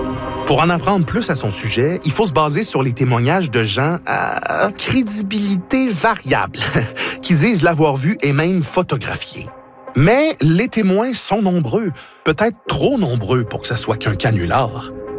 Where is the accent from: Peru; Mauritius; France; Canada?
Canada; Terrebonne, Quebec; je viens de Terrebonne.